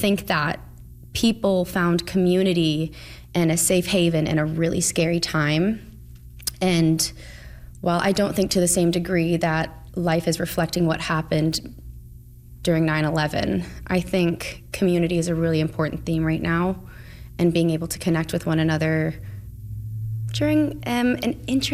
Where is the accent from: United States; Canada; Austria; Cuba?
Canada; North Bay, Ontario; moved away as an adult; growing up in North Bay.